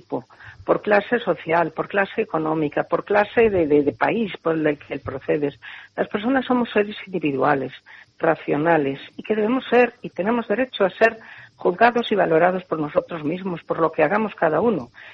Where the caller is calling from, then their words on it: Galicia, Spain; qué bueno que se nos identifique como gallegos, yo me alegro mucho, pero se nos identifica cuando decimos media palabra